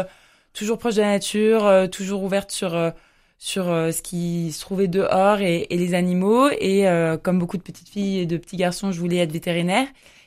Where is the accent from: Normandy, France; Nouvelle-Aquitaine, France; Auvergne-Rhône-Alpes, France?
Normandy, France; moved away; je suis normande